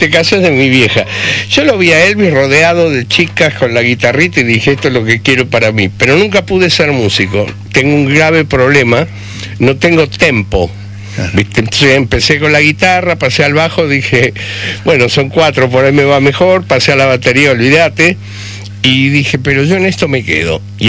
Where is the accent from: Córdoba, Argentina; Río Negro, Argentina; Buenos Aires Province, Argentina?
Buenos Aires Province, Argentina; San Isidro; los dos somos de San Isidro